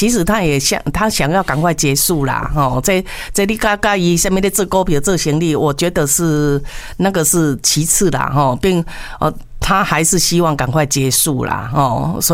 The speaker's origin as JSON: {"language": "Chinese", "country": "Taiwan", "said": "我们中国，我们是台湾的，"}